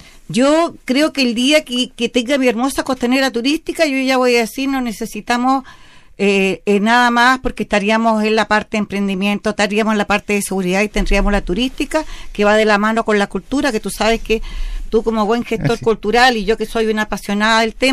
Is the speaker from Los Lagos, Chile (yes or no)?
yes; Maullín, Los Lagos, Chile; digo que soy de Maullín